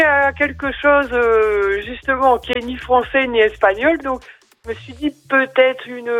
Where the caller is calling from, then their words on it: Cailhavel, Occitanie, France; Eh bien, moi, j'habite à Cayavel, à côté de Montréal.